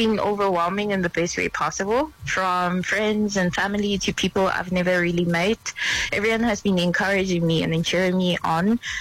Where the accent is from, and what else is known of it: South Africa